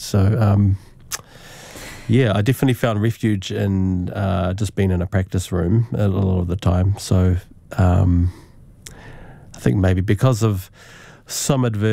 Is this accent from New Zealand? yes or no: yes; New Zealand; born or raised there; moved away